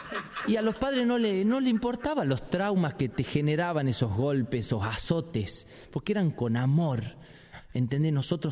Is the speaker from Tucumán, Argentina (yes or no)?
yes; Tucumán, Argentina; yo tengo una mezcla rara porque tengo padre sanjuanino y soy tucumano y son muy diferentes, son culturas diferentes porque el tucumano tiene como una cultura propia.